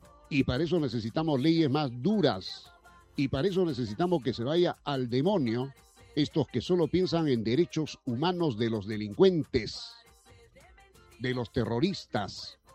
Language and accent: Spanish; Peru; Así somos los peruanos.